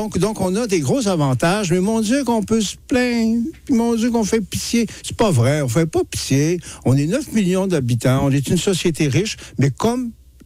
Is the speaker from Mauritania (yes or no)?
no; Quebec, Canada; c'est une tentation quand on est Québécois. Moi, je suis Québécois aussi